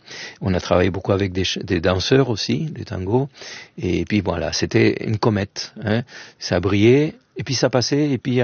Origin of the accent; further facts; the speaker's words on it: Argentina; moved away; J'ai quitté l'Argentine pour faire que de la musique classique, et je rencontre la musique juive, et je rencontre maintenant les tangos.